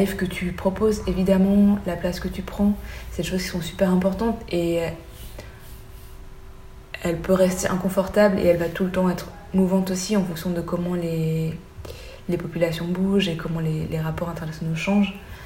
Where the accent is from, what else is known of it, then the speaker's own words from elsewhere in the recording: Belgium; comme je suis belge au thaï, pour des personnes blanches ou en Belgique